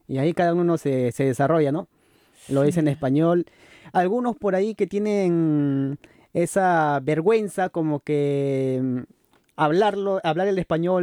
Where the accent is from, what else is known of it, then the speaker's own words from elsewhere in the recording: Peru; moved away as an adult; now in Tübingen, Germany; aquí puedo divertirme, algo que no hacía en Perú.